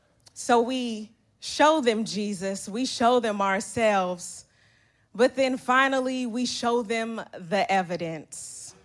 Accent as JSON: {"language": "English", "town": "Oakland", "region": "California", "country": "United States", "said": "I'm really from Oakland."}